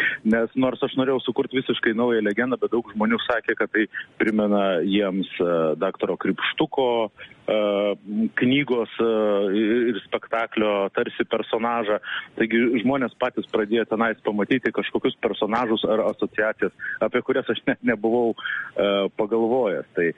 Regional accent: Kaunas, Kaunas County, Lithuania; O aš kaip kaunietis, kuris visai šalia mokėsi, šalia yra mano mokykla, tai aš tą puikiai erdvę pažįstu

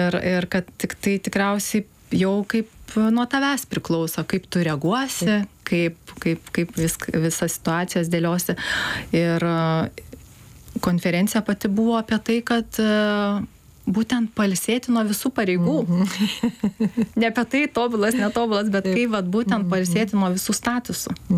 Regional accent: Panevėžys, Panevėžys County, Lithuania; Taip, aš iš Panevėžio.

